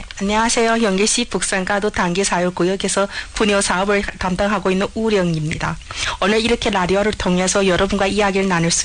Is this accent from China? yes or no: yes; China; now in Yanji, China; 저는 조선족이고 조호관 한족입니다.